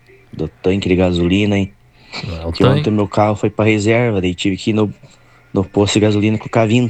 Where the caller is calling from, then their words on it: Brazil; sou aqui da Roseira.